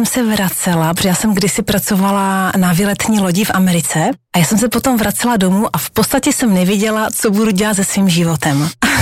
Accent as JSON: {"language": "Czech", "region": "Moravia", "country": "Czechia", "said": "když jsem se potom vrátila zpátky na Moravu, odkud pocházím"}